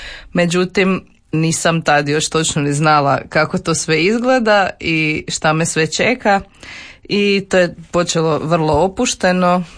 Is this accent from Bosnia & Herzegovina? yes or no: no; Osijek, Osijek-Baranja County, Croatia; born there; Rođena sam u Osijeku 1994. godine.